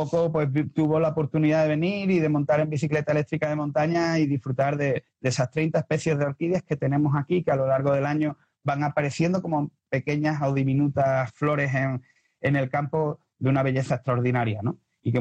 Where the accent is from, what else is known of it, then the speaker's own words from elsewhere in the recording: Andalusia, Spain; Como veis, pues no estamos en una Andalucía típica, sino atípica, pues por nuestras vinculaciones con el territorio cercano, tanto extremeño como portugués, y la historia que tenemos detrás de esas raíces leonesas que tiene todavía la población